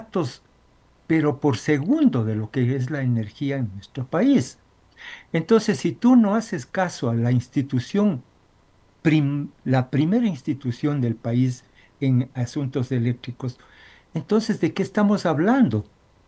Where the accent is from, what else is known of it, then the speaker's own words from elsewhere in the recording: Ecuador; yo soy un ecuatoriano